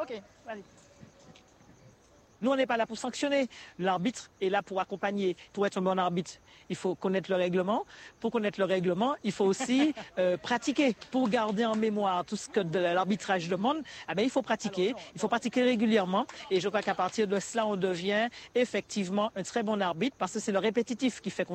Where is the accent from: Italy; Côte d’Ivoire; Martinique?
Martinique; Fort-de-France; Je suis née ici à Balata, j'ai grandi ici, j'étais à l'école ici.